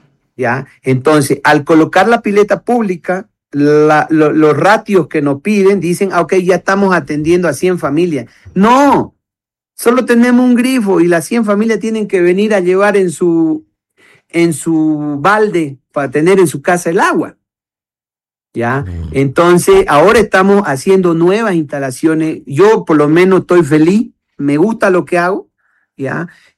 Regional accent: Oriente, Bolivia; now in El Alto, Bolivia; Yo que vengo del Oriente

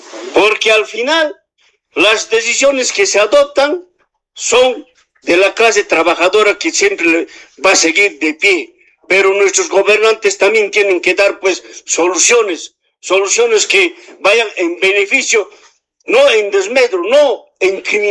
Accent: Bolivia

